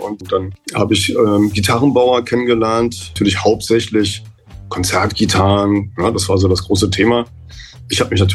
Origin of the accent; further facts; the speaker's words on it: Berlin, Germany; also born or lived in Weimar; Ganz genau genommen bin ich reingerutscht durch die Mangelwirtschaft in der DDR. Also ich komme aus dem Osten